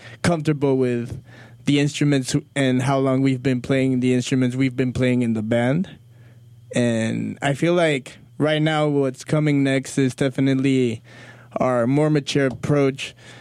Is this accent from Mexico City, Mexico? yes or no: yes; Mexico City, Mexico; Well, we're from Mexico City, so we were like, we have to change it up.